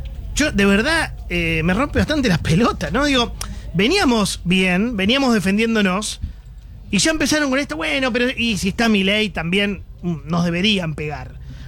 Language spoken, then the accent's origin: Spanish; Argentina; A mí como argentino, si atacan mi selección, mi capitán, mi líder, mi ídolo, mi pueblo, mi gente, mi sociedad